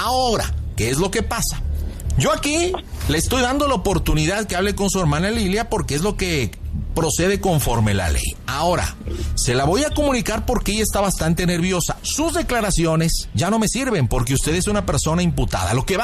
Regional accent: Nuevo León, Mexico; me está criticando porque soy una persona nacida en Nuevo León. Soy regia, soy fuerte, soy contundente.

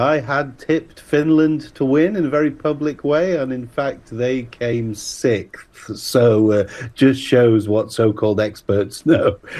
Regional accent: United Kingdom; I feel sad for my fellow countrymen as a Brit

